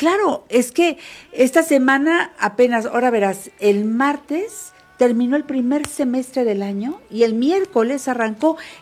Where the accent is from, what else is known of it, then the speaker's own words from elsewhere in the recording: Mexico; por lo que somos los mexicanos, por cómo vivimos.